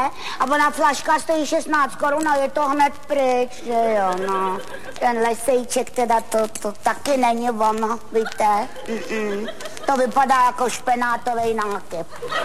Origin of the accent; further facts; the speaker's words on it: Prague, Czechia; Kdybyste mě potkal trošku upravenou, tak by vám bylo jasný, že jsem z Prahy.